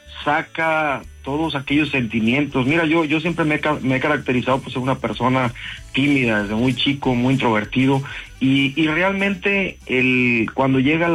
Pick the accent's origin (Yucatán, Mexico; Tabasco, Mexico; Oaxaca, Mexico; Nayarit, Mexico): Nayarit, Mexico; Tepic; yo soy del estado de Nayarit, en la ciudad de Tepic